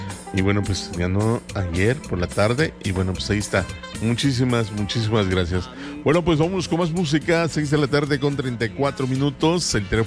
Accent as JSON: {"language": "Spanish", "region": "Quintana Roo", "country": "Mexico", "said": "Nosotros somos al centro de Quintana Roo."}